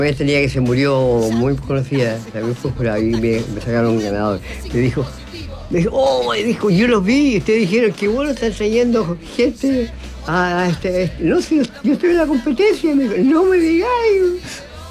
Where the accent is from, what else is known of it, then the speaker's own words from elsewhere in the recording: Chile; el Chico Viergo y yo somos los únicos de Chile que ganamos dos veces.